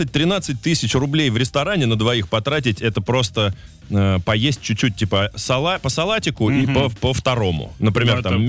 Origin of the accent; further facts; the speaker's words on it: Moscow, Russia; я из Москвы